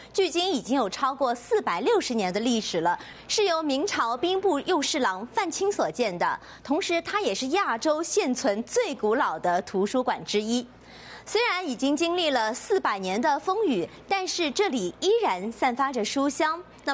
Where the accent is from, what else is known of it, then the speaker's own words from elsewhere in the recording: Shanghai, China; 我们上海人